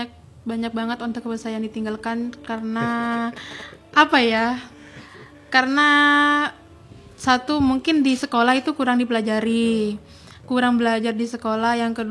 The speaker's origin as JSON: {"language": "Indonesian", "town": "Sumenep", "region": "East Java", "country": "Indonesia", "tie": "born or raised there", "said": "Saya asli Pabian di sini, Sumenep, Sumenep kota."}